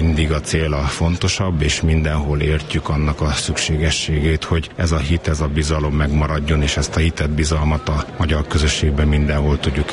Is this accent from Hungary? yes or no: no; Partium, Romania; én partiumiként